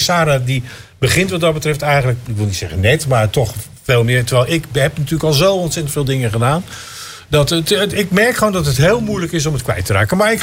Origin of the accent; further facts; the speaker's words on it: South Holland, Netherlands; Dat is weer een camping op Voorne Putten vlakbij waar ik vandaan kom.